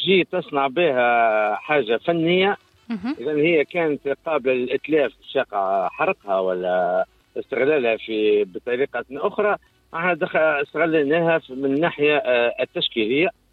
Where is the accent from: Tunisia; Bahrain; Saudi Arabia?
Tunisia; هو أكبر ميتينج عندنا في تونس